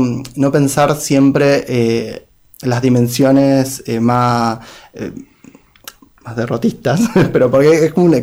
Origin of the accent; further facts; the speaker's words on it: Chubut, Argentina; Yo soy de Chubut